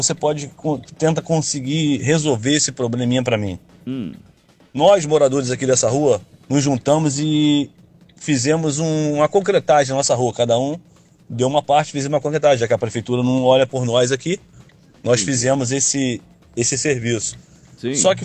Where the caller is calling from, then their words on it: Brazil; Falo aqui do Vinhateiro.